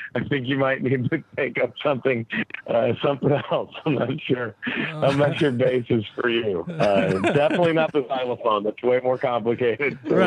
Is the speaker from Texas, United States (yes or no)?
yes; Dallas, Texas, United States; now in Los Angeles, United States; Dallas, Texas is my hometown, but I live in L.A. now.